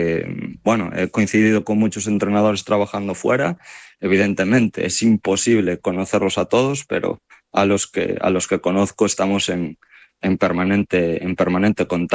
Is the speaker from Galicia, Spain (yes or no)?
yes; Galicia, Spain; moved away as an adult; now in China; Cuando salí de Galicia, mi idea era, voy a China, estoy allí un mes, 2 meses, si me gusta, pues acabo mi contrato, si no me vengo para mi casa